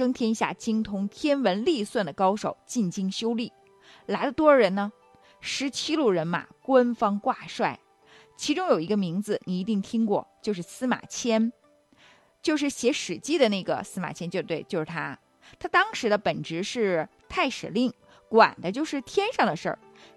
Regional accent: China; 那我们中国人的春节整整过了2000年

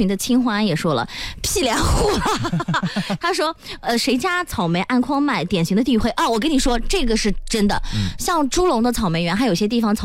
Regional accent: Chuzhou, Anhui, China; 因为我土生土长滁州人

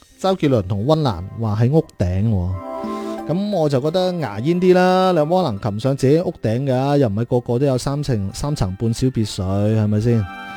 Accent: China; 都好令到大家即係可以好好咁样去过属于我哋中国人自己嘅节日啊。

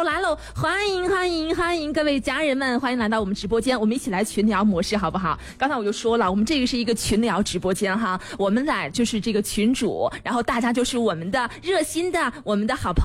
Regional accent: Yicheng, Shanxi, China; moved away; 我真的是老家是山西临汾义城的哈，我们这个方言是土生土长的。

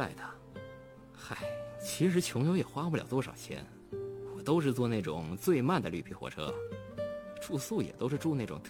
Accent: Heilongjiang, China; moved away; 我老家是黑龙江的嘛，所以我是从中国的最北边开始一路向南，

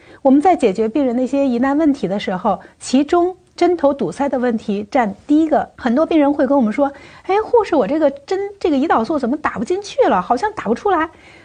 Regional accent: China; 我们中国人

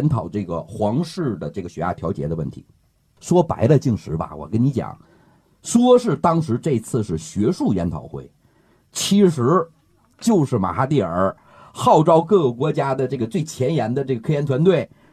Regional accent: China; 你看看，我一个中国人得到国外才知道，

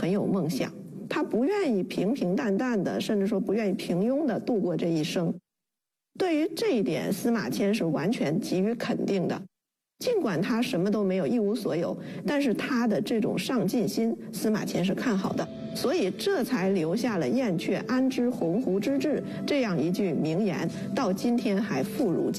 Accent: China

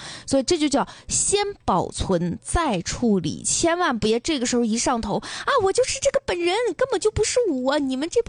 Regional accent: Northeast China, China; 我一个东北人

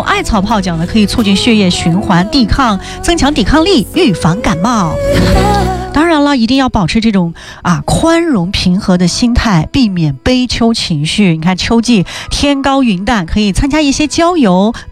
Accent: Xinjiang, China; 我们新疆人8点起床

